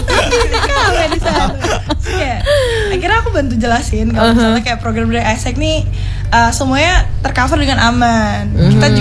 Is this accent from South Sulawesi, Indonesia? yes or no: no; Palembang, South Sumatra, Indonesia; Aku juga orang Palembang.